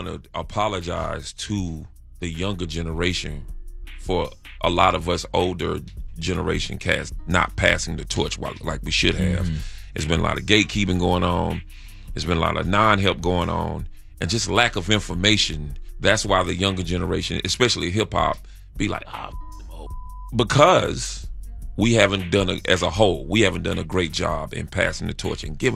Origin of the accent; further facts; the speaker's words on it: North Carolina, United States; I'm from North Carolina.